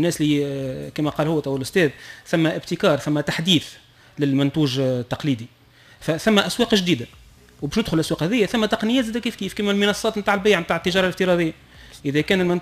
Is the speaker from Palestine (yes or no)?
no; Tunisia; الاحتفاظ بالهويه نتاعك كتونسي